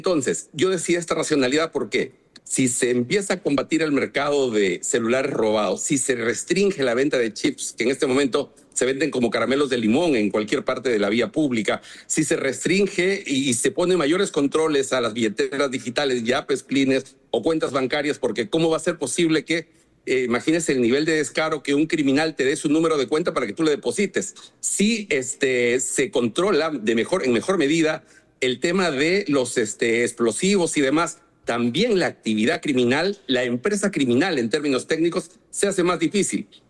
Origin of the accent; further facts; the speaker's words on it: Trujillo, La Libertad, Peru; Yo soy trujillano, yo he crecido allá y en distritos del Porvenir, Esperanza, Florencia de Mora